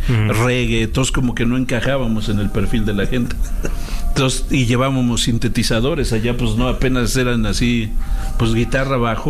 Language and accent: Spanish; Ciudad Nezahualcóyotl, State of Mexico, Mexico; somos de Ciudad Nezahualcóyotl.